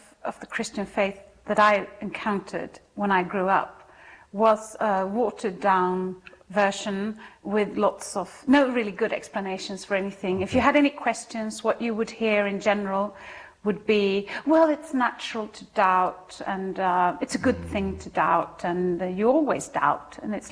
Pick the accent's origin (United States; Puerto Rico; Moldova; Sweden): Sweden; I was born and raised in Sweden by a Swedish mother and a Croatian father.